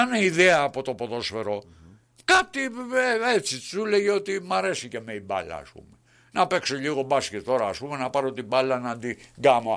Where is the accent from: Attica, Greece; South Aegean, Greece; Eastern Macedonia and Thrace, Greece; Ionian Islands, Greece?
Ionian Islands, Greece; Zakynthos; Είμαστε όμως, είμαστε από τον Άγιο Λουκά εμείς.